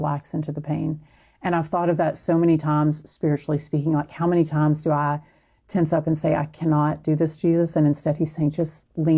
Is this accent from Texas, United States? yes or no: yes; Texas, United States; I'm Texan, so it should have a pronunciation guide in there